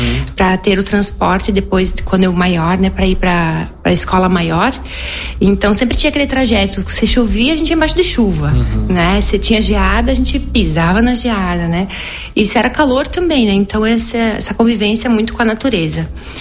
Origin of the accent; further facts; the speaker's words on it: Severiano de Almeida, Rio Grande do Sul, Brazil; now in Marau, Brazil; Então eu sou natural de Severiano de Almeida, nasci e cresci no interior, né, de uma comunidade chamada Linha Tigre, meus pais pequenos agricultores.